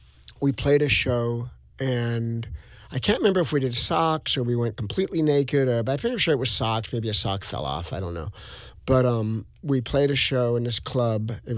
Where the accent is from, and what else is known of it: Hollywood, California, United States; born or raised there